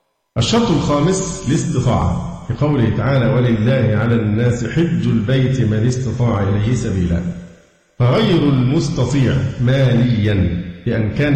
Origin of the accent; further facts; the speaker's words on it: Egypt; عندنا في مصر